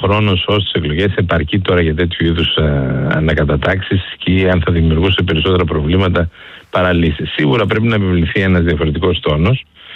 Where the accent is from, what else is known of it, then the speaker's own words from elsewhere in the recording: East Macedonia and Thrace, Greece; όπως παραδείγματος χάρη εγώ επισημαίνω που κατάγομαι και από την Ροδόπη, οι αγρότες μας.